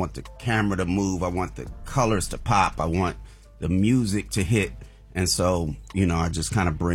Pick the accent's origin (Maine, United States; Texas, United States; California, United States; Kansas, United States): California, United States; Oakland; But I'm from Oakland. And it was at a time when every record label had to have at least a group from Oakland.